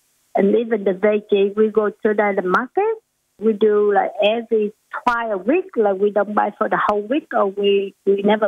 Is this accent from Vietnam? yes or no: yes; Vietnam; English is a second language; moved away as an adult; now in Australia; Yeah, I'm from Vietnam. So I've been here 2011 with overseas students. And I'm studying accounting, the master degree in Griffith University.